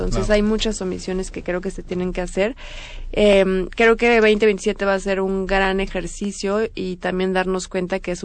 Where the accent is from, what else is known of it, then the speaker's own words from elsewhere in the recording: Mexico; por ser mexicanos